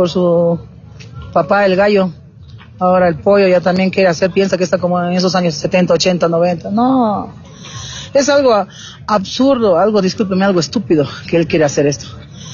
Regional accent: Bolivia; Y eso es lo que vamos a hacer nosotros como bolivianos.

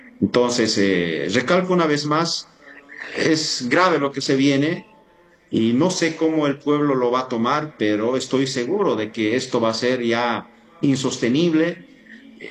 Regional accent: Bolivia

